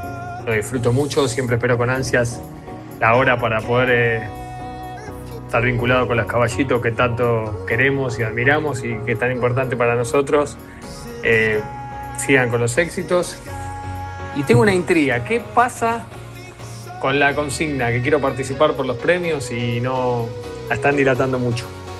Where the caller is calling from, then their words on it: Lanús, Buenos Aires Province, Argentina; de Lanús.